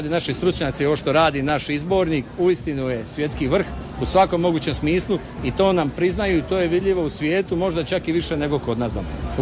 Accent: Croatia

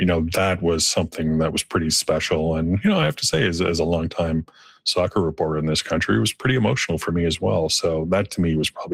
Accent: Canada; obviously as a Canadian

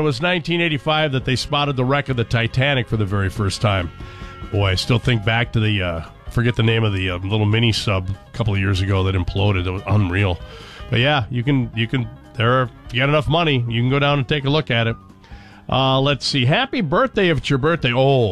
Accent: Twin Cities, Minnesota, United States; it's like behind my hometown of the Twin Cities.

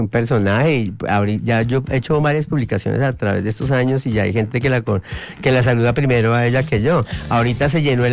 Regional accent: Tunja, Boyacá, Colombia; now in Bogotá, Colombia; momentos de mi vida fue cuando me mandaron a estudiar a Bogotá. Porque pues Tunja es muy bonito y es mi tierra, pero era un pueblito así y uno con ganas de conocer el mundo

